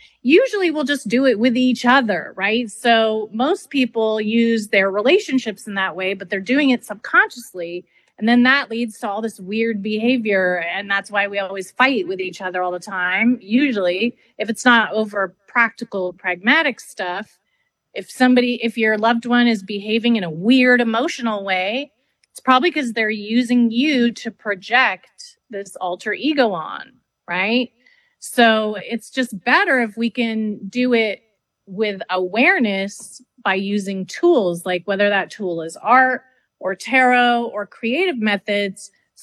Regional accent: Canada; And I'm French Canadian.

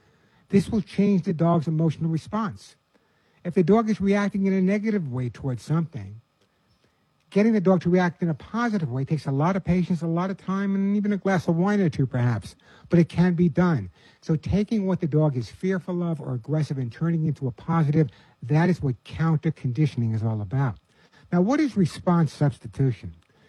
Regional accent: New York, United States; Yeah, I'm from Long Island. I lost my accent, I know.

